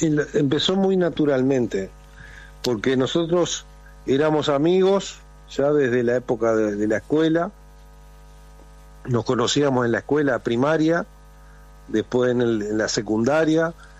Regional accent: Rocha, Uruguay; nosotros somos de Rocha.

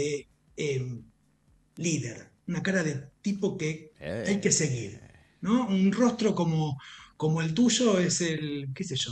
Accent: Buenos Aires, Argentina; paso bastante poco tiempo en mi casa, en Buenos Aires. Yo soy de Buenos Aires, tengo mi clínica ahí en Belgrano.

